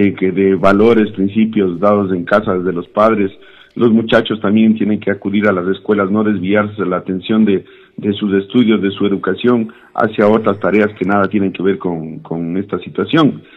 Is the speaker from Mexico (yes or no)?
no; Ecuador; como ecuatorianos que somos.